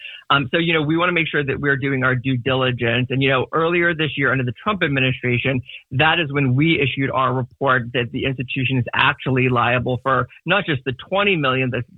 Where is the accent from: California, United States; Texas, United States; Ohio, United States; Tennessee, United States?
Ohio, United States; I grew up in the Ohio Valley. I grew up about 10 minutes from Steubenville, Ohio, and I'm the son of a steel mill worker.